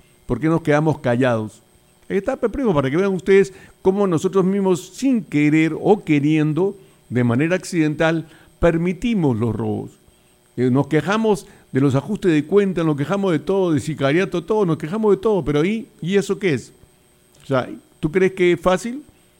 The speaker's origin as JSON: {"language": "Spanish", "country": "Peru", "said": "nosotros, como buenos peruanos muy descuidados"}